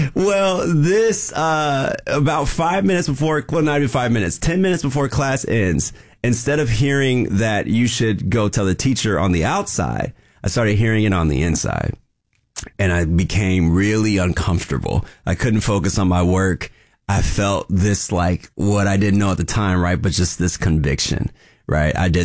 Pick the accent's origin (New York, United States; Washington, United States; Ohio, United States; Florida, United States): Washington, United States; Vancouver; I grew up in Vancouver, Washington.